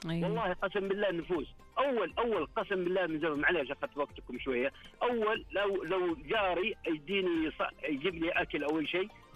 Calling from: Jeddah, Makkah Province, Saudi Arabia; نحن من جدة

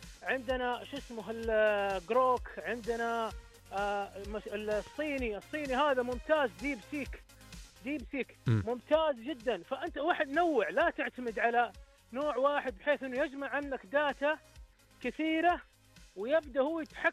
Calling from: Jeddah, Makkah Province, Saudi Arabia

